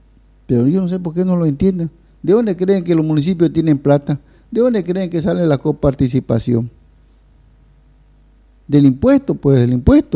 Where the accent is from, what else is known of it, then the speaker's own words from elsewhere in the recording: Trinidad, Beni, Bolivia; Si yo me voy a Riberalta y me pregunta de dónde soy, yo le decía trinitario. Po. No le decía veniano, pues trinitario, pues porque vengo de Trinidad. Voy fuera de mi ciudad, pero estoy dentro de mi departamento.